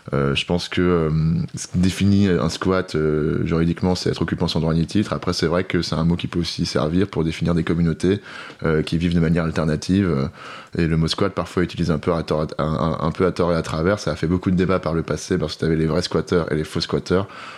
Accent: France; now in Paris, France; On est français, on est blanc

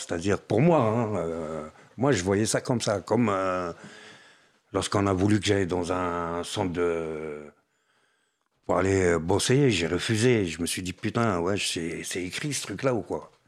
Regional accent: France; Deuxième division, mais monsieur, vous êtes tunisien? Je dis non, je suis français.

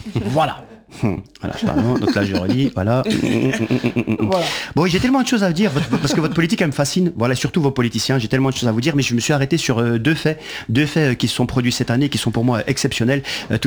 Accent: Belgium; now in Paris, France; je viens de Belgique.

